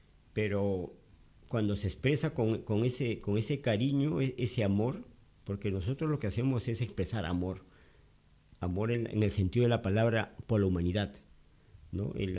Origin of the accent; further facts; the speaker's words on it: Peru; moved away as an adult; now in Spain; Extraño de mi país, porque allá sí estuve viajando. Yo viajo por todo el Perú